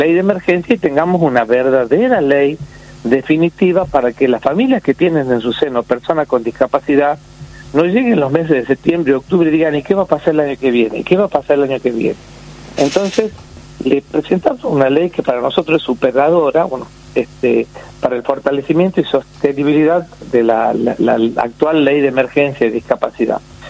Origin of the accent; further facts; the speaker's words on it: Salta, Argentina; Yo soy de Salta, imagínense.